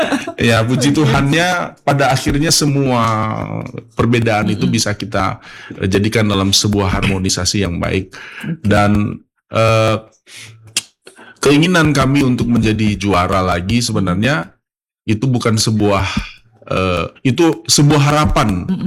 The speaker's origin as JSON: {"language": "Indonesian", "region": "North Sumatra", "country": "Indonesia", "said": "ya. Batak ya, kemudian ada Simalungun, ya kemudian ada Medan, ada Deli Serdang, Kota Melayu, kemudian ada kita Nias, ya suku Nias."}